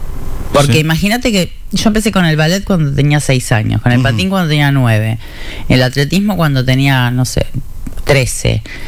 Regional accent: Uruguay; now in Argentina; Sí, yo soy uruguaya, voy por Uruguay.

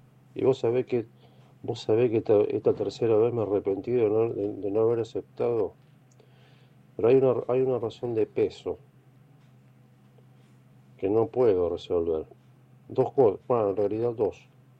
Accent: Buenos Aires, Argentina; Nunca viví en otra provincia argentina, aclaro. Siempre viví en Buenos Aires, en la parte urbana, en lo que sería el área metropolitana, no en capital.

